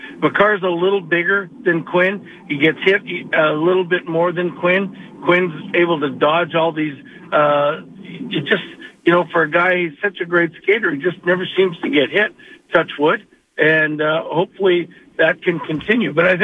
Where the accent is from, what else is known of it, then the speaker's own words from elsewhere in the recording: Toronto, Ontario, Canada; I was Toronto